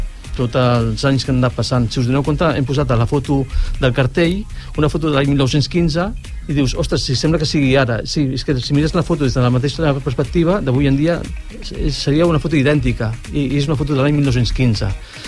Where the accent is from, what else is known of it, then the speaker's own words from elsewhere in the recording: Sant Boi de Llobregat, Catalonia, Spain; jo soc fill de Sant Boi de tota la vida i desconeixia totalment aquestes coses